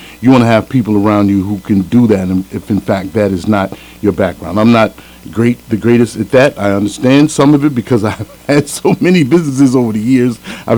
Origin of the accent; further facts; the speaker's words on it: New York City, New York, United States; Friends for Life being six families from the south side of Jamaica, Queens, of which my family is one, who grew up over there together in the south side of Queens